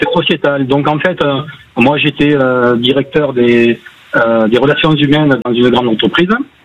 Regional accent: Béziers, Occitanie, France; also born or lived in Pézenas; now in Lavaur, France; je suis un Biterrois de naissance.

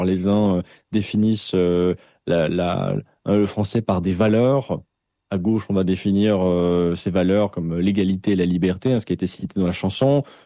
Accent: Belgium

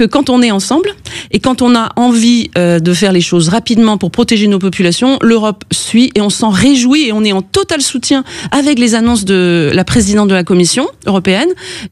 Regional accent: France

